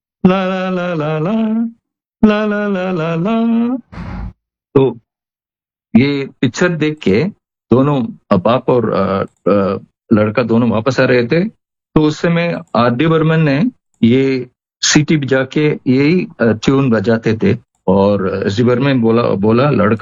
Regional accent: Tamil Nadu, India; first language ta; Hindi is a second language; हम बेस हैं चेन्नई में, हमारा मातृभाषा है तमिल, लेकिन हम हिंदी सॉन्ग्स पसंद करते हैं।

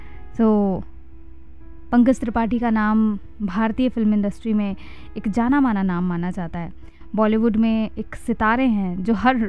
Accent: Uttar Pradesh / Bihar, India; हमारे यहाँ यूपी बिहार में तिलक होता है, तिलकोत्सव।

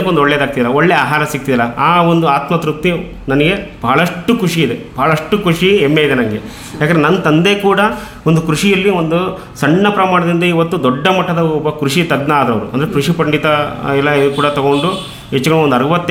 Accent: Karnataka, India

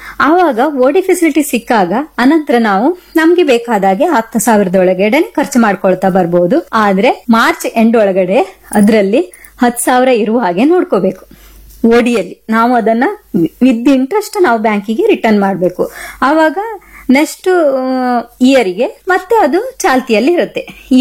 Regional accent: Karnataka, India; ಓಡಿ ಅಂತ ಹೇಳಿದ್ರೆ ನಾವೆಲ್ಲ ಅಪ್ಪಟ ಕನ್ನಡಿಗರು ಅಲ್ವಾ, ಅಪ್ಪಟ ಕನ್ನಡಿಗರು ನಾವು

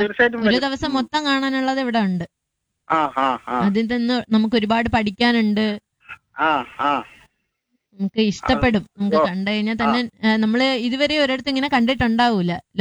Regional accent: Vattiyoorkavu, Kerala, India; എന്റെ സ്ഥലം വട്ടിയൂർക്കാവാണ്

